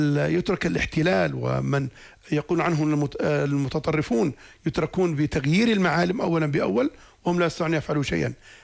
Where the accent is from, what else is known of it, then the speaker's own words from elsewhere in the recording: Jordan; نحن في الأردن